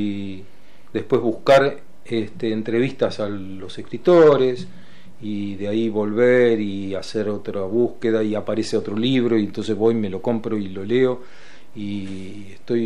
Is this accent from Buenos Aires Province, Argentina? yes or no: yes; La Plata, Buenos Aires Province, Argentina; born there; also born or lived in Córdoba / United States; yo soy de La Plata. Yo nací en Córdoba, pero en Córdoba iba para fin de año y nada más. Acá en La Plata, tuve todo, no solamente los trabajos, sino la familia, la esposa, los hijos, las hijas, los nietos y la nieta, todos de La Plata.